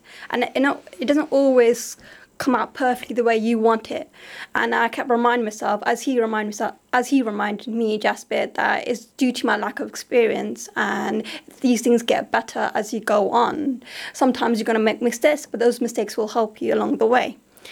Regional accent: Azad Kashmir, Pakistan; now in United Kingdom; yes, I'm from Azad Kashmir, but I'm also British. I'm both, and they make who I am as a person.

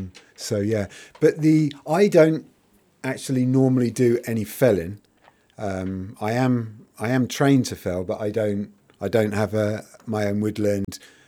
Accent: Luton, East of England, United Kingdom; moved away as an adult; also born or lived in Turkey; I grew up in Luton. I lived in Lee Grave, went to the schools there. And we've lived away a long time. And 2 years ago, we came back to Luton.

